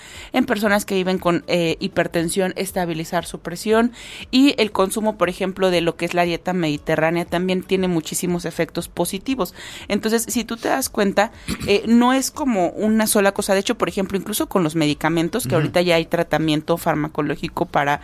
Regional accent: Mexico; nosotros como mexicanos

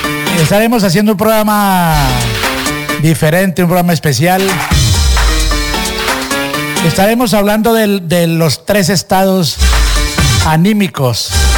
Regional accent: Ibagué, Tolima, Colombia; now in Alicante, Spain; mi querida ciudad musical de Colombia.

